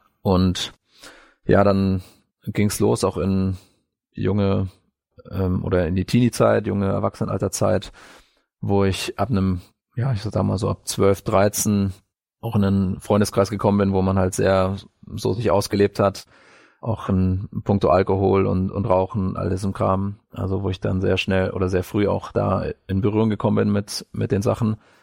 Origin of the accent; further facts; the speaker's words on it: Bavaria, Germany; Ja, also ich bin in einem nicht-christlichen Elternhaus groß geworden. Ich komme ursprünglich aus Bayern, aus Nordbayern, aus dem schönen Frankenland.